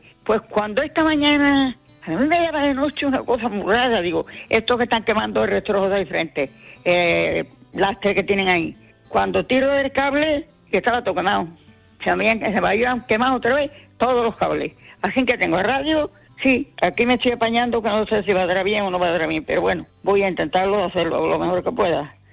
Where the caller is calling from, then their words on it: Cartaya, Andalusia, Spain; aquí de Cartaya.